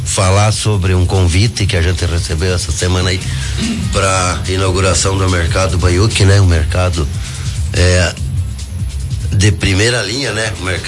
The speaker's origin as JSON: {"language": "Portuguese", "town": "Mallet", "region": "Paraná", "country": "Brazil", "tie": "born or raised there", "said": "sou nascido e criado aqui no Malé, né?"}